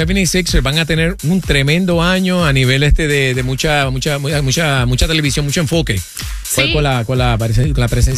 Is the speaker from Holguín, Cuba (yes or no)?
no; Havana, Cuba; moved away; de donde soy yo, ahí de cerca del aeropuerto de Boyero, por esa área.